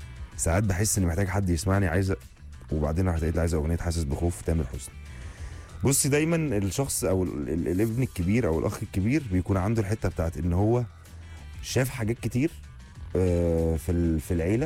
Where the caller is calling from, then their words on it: Alexandria, Alexandria Governorate, Egypt; من اسكندريه، مساء الخير يا يوسف.